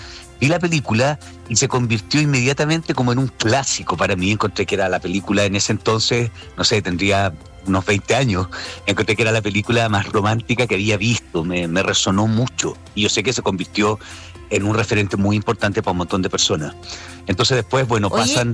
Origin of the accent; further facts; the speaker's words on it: Temuco, Araucanía, Chile; moved away; Sí, yo soy de Temuco, ya.